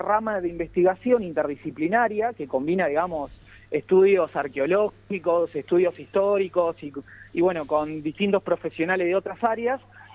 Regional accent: Santa Fe, Argentina; moved away as an adult; now in Buenos Aires, Argentina; yo hace ya unos 10 años que bueno, soy santafesino, me vine a Buenos Aires, sí, a estudiar esta carrera de Ingeniería de Sonido

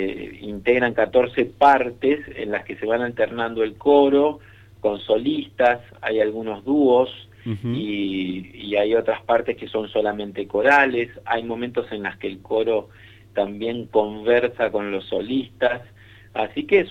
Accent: La Plata, Buenos Aires Province, Argentina; moved away as an adult; also born or lived in Salta; now in Río Cuarto, Argentina; No, yo soy de la ciudad de La Plata.

